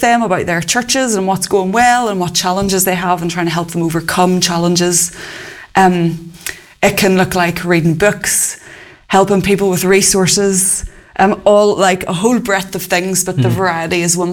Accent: Northern Ireland, United Kingdom; moved away as an adult; now in North East England, United Kingdom; I am from Northern Ireland, but I've lived in the northeast of England for 11 years now.

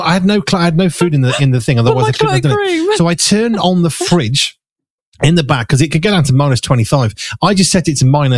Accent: West Midlands, United Kingdom; I'm from the Black Country

